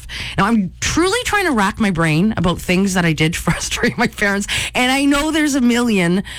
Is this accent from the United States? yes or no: no; Vernon, British Columbia, Canada; I grew up in Vernon, BC at Silver Star Mountain.